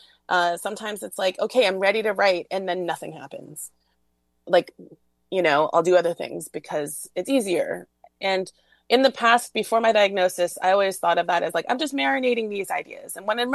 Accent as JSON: {"language": "English", "country": "Canada", "said": "I'm Asian. So rice, it made sense. I'm Vietnamese Canadian."}